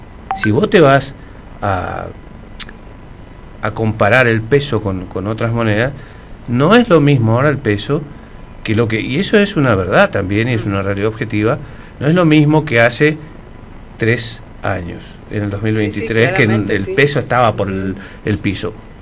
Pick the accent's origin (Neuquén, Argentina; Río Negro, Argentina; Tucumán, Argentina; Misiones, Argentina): Misiones, Argentina; como misioneros, como argentinos